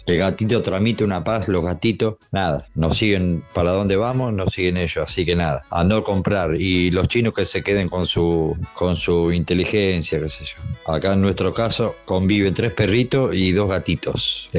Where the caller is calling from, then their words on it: San Antonio de Areco, Buenos Aires Province, Argentina; de San Antonio de Areco.